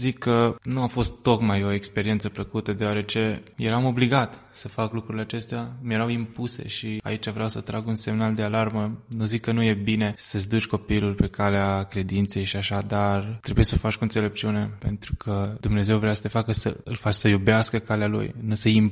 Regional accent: Arad, Arad County, Romania; moved away as an adult; am 25 de ani, am fost născut în Arad, tocmai în orașul Arad.

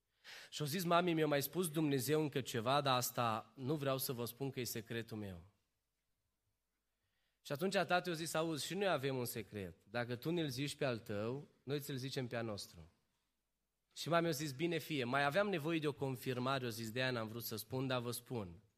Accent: Romania

